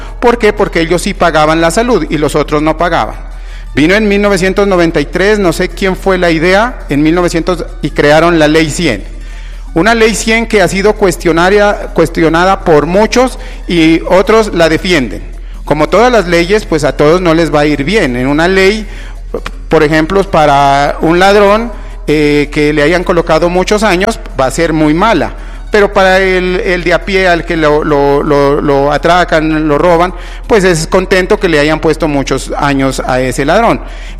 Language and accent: Spanish; Contadero, Nariño, Colombia; yo nacido en este municipio del Contadero, en una vereda, fui campesino, coseché papas, fui obrero